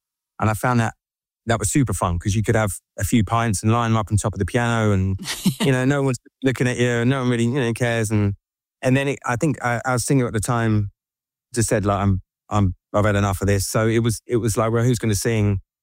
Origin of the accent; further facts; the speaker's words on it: Eastbourne, South East England, United Kingdom; We grew up in Eastbourne at the time.